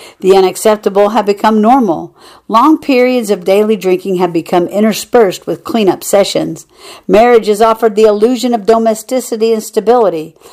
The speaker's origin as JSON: {"language": "English", "region": "Canadian Prairies", "country": "Canada", "tie": "born or raised there", "said": "I was raised on the Canadian prairie, so I often make the analogy of my mother's sobriety being like fresh tracks after a snowfall."}